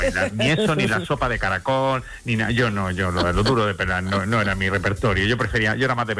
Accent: Perales, Spain; Lobo, soy de Perales, ya me conoces.

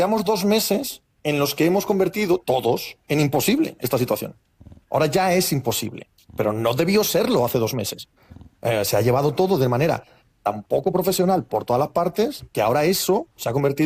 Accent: Asturias, Spain; soy asturiano.

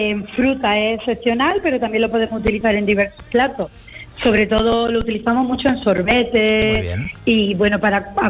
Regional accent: Sayalonga, Andalusia, Spain; born there; Sí, yo soy nacida en Sayalonga, mis padres son de Sayalonga

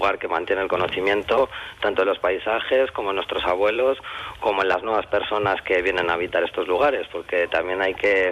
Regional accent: Berlanga de Duero, Castile and León, Spain; pues sí que realicé la ESO en mi pueblo, luego tuve que ir a Burgo de Osma, un pueblo más grande.

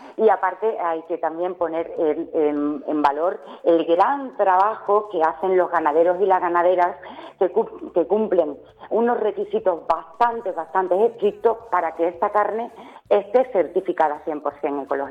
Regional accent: Barbate, Andalusia, Spain; yo nací en Barbate.

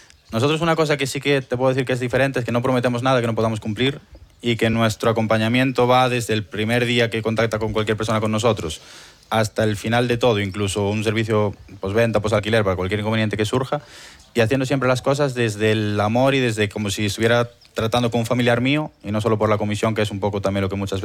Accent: Galicia, Spain; hoy estamos aquí en Roes, que es de hecho de donde soy yo, del mismo ayuntamiento.

